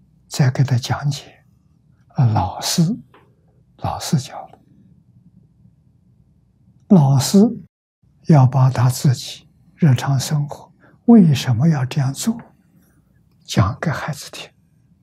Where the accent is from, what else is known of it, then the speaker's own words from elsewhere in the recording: China; 我们身为中国人